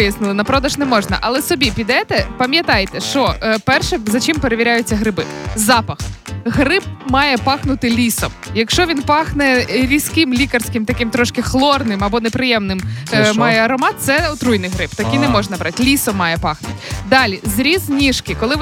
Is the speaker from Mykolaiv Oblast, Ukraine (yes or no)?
no; Kyiv Oblast, Ukraine; moved away; я виросла в Чорнобильській зоні